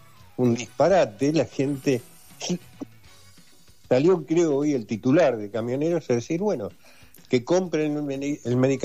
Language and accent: Spanish; Argentina; particularmente en Argentina, que tenemos los jubilados poniéndose de hambre hoy.